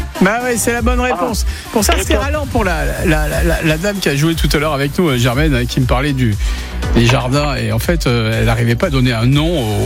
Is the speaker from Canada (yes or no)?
no; Southern France, France; now in Saint-Étienne, France; je suis un sudiste à la base